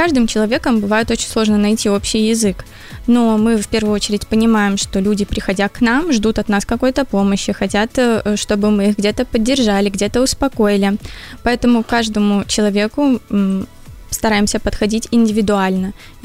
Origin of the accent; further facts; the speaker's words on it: Mogilev, Mogilev Region, Belarus; born there; moved away as an adult; я сама из Могилева.